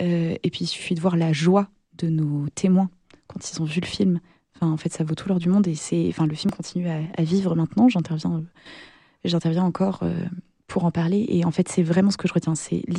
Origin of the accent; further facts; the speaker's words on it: Pays de la Loire, France; also born or lived in Normandy; now in Angers, France; Je suis née en Normandie. Je pense que c'est ce qui m'a donné mon appétence pour l'histoire. Mais j'ai grandi effectivement en Vendée.